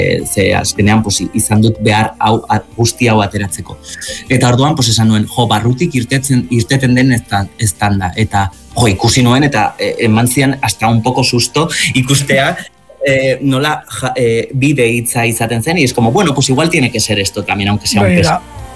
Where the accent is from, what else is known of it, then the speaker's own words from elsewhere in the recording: Zubiri, Navarre, Spain; Bai, bueno, ni Zubirikoa naiz